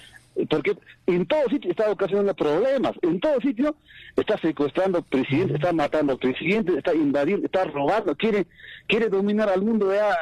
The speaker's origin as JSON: {"language": "Spanish", "country": "Peru", "said": "Quien va a defender la patria somos los peruanos, de verdad."}